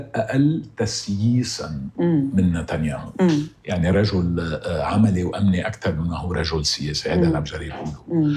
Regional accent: Lebanon; أنا لبناني

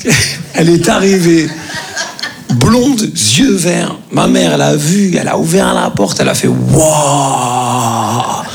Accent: Grand Est, France; Comme on dit chez nous, en Lorraine.

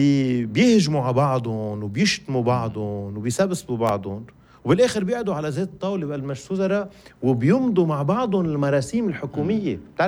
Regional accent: Lebanon

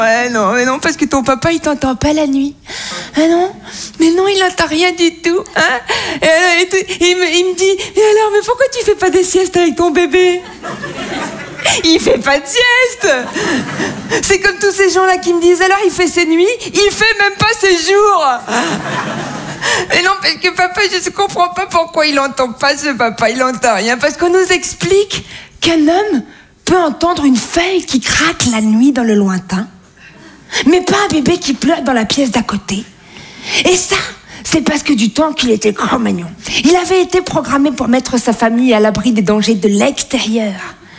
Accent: Toulon, Provence-Alpes-Côte d'Azur, France; born there; now in Paris, France; Je suis née en 1996 à Toulon.

